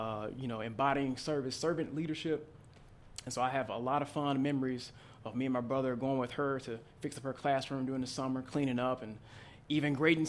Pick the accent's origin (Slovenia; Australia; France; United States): United States; Centerville, Mississippi; born there; also born or lived in Jackson, Mississippi / Woodville, Mississippi